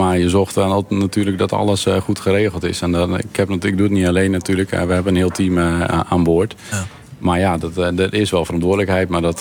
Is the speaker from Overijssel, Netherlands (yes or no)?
no; Friesland, Netherlands; Maar ik ben een Fries jongetje en ik woonde aan het water.